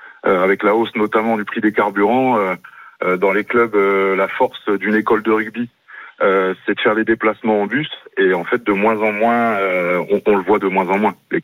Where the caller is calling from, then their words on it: Hauts-de-France, France; Je vous appelle de la région Hauts-de-France.